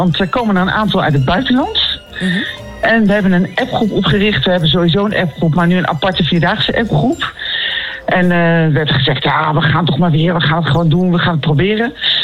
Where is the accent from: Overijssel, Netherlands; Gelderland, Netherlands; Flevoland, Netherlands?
Gelderland, Netherlands; Nijmegen; Nou, ik ben deels opgegroeid in Nijmegen. Dat speelt heel erg mee.